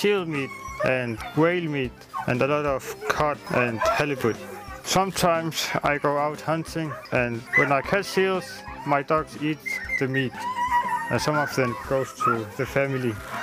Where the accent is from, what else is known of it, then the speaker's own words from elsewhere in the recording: Sisimiut, Qeqqata, Greenland; This year, it's here in my hometown, Sisimiut.